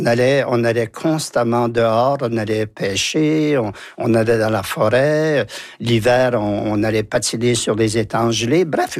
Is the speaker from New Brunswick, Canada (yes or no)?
yes; Saint-François-de-Madawaska, New Brunswick, Canada; also born or lived in Saint-Basile, New Brunswick; Mais j'ai grandi dans le Haut-Madawaska, dans la région de Saint-François.